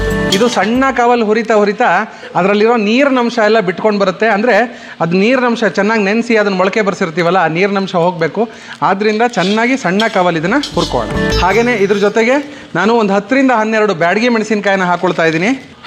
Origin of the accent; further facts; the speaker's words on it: Karnataka, India; now in Bengaluru, India; ನಮ್ಮ ಹಳ್ಳಿ ಮೈಸೂರು ಭಾಗದಲ್ಲಿ